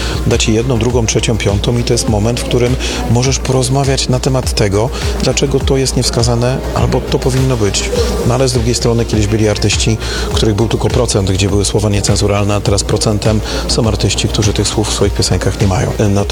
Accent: Radom, Masovian Voivodeship, Poland; mem z mojego rodzinnego miasta, mem chytrej baby z Radomia

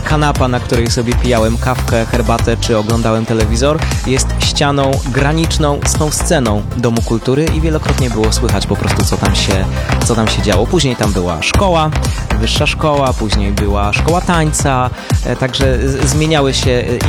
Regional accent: Tychy, Silesian Voivodeship, Poland; moved away as an adult; also born or lived in Wrocław / Kraków; Tychy są znaczącym miastem w tej metropolii i miastem, w którym się urodziłem, w którym się wychowałem i do którego po paru tych latach, już po skończeniu studiów i po takim ustatkowaniu się i osiągnięciu tej pełni samodzielności wróciłem

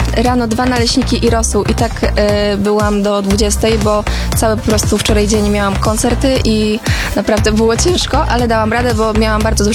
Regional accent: Węgrów, Masovian Voivodeship, Poland; No właśnie u mnie w Węgrowie uczęszczałam na zajęcia z pianina, ze śpiewania.

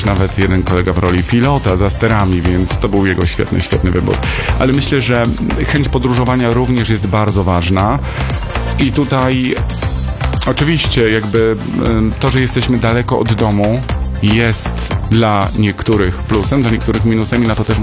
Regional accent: Nowy Sącz, Lesser Poland, Poland; Ja powiedziałem, że faktycznie urodziłem się w Nowym Sączu i to jest moje rodzinne miasto, do którego zawsze z sentymentem wracam.

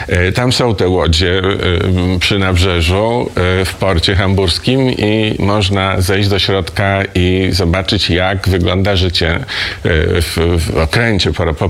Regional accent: Warsaw, Masovian Voivodeship, Poland; Jestem z Warszawy, tak z Warszawy i rodzina mamy, i rodzina ojca od kilku pokoleń stąd się wywodziła, więc nie mam żadnych związków z wybrzeżem, z morzem.

